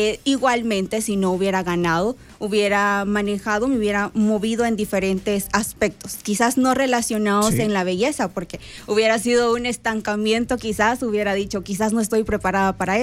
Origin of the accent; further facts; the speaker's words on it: El Salvador; es lo que nos identifica como salvadoreños